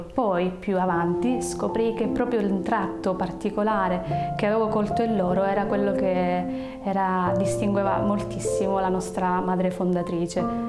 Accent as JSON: {"language": "Italian", "town": "Canicattì", "region": "Sicily", "country": "Italy", "tie": "born or raised there", "moved": "yes", "said": "a Canicattì, nel mio paese di origine."}